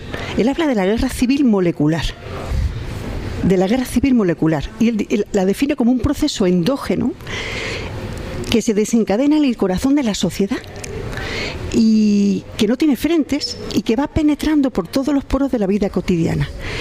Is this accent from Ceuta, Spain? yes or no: yes; Ceuta, Spain; Mira, yo vengo de Ceuta. Ceuta es un sitio que ahora mismo es un escenario de una guerra del siglo XXI o de un conflicto híbrido